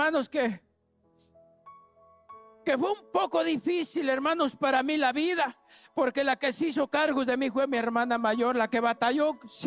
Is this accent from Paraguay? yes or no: no; Guanajuato, Mexico; born there; yo soy nacido, hermanos, en Guanajuato. Yo vengo, hermanos, de una familia muy pobre.